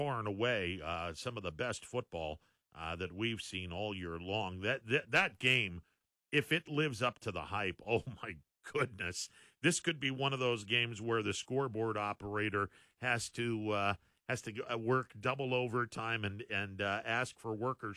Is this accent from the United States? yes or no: yes; Tennessee, United States; I'm Tennessee.